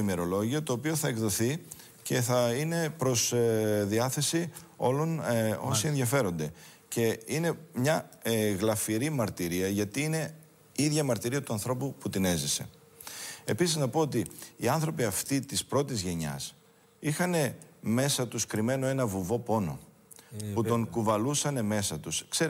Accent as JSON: {"language": "Greek", "town": "Nea Kerasounta", "region": "Epirus", "country": "Greece", "tie": "born or raised there", "said": "επειδή το χωριό μου η Νέα Κερασούντα, της Πρέβεζας, στο νομό Πρεβέζης, που, από όπου κατάγομαι."}